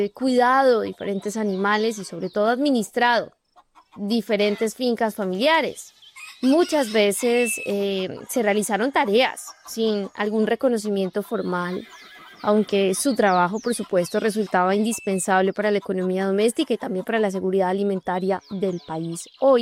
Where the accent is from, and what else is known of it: Colombia